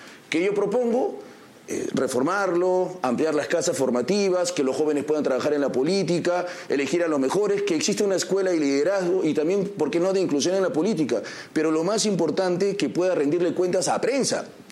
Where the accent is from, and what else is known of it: Lima, Peru; born there